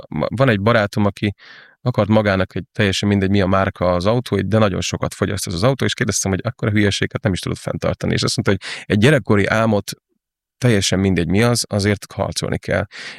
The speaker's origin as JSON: {"language": "Hungarian", "region": "Borsod-Abaúj-Zemplén", "country": "Hungary", "tie": "born or raised there", "said": "Tiszal utcán, Miskolc mellett 30-40 kilométer egy kis faluban nőttem fel"}